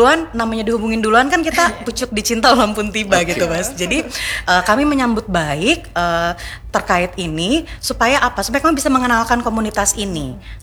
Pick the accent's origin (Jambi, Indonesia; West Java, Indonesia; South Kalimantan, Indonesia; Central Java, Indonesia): South Kalimantan, Indonesia; kita orang Banua